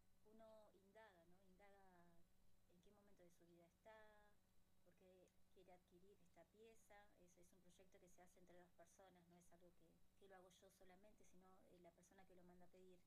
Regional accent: Neuquén, Argentina; soy de la comunidad mapuche Quintupuray. Nosotros estamos ubicados en el brazo norte del lago Correntoso.

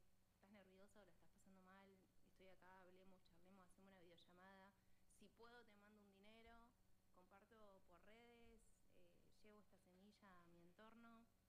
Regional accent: Punta Alta, Buenos Aires Province, Argentina; now in Alto Valle, Argentina; soy de Punta Alta

